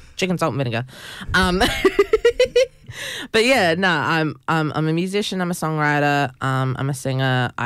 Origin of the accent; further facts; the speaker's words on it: Raukkan, South Australia, Australia; we're from the same mission. Mm. Like, and so we talk about Rauken as being, like, yeah, the place that we're kind of all connected to and from.